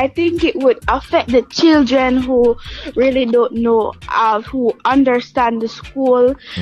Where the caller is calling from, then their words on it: Saint Andrew, Jamaica; I'm calling from St. Andrew.